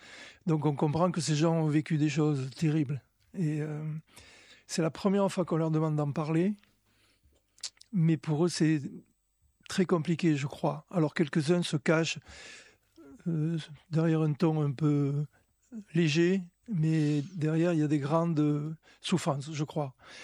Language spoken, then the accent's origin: French; Provence-Alpes-Côte d'Azur, France; je vais peut-être répondre en français parce que je suis provençal.